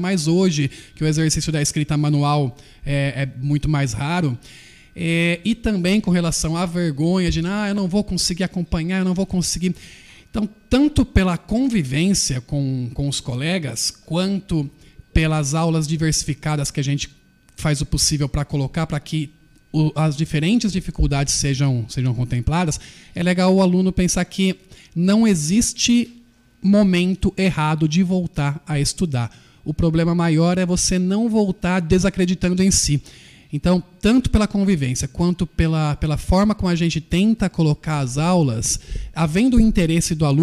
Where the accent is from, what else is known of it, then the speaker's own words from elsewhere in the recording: Barra Bonita, São Paulo, Brazil; also born or lived in Jaú; De Barra Bonita. Nasci em Jaú, mas a grande, maior parte da vida, Barra Bonita mesmo.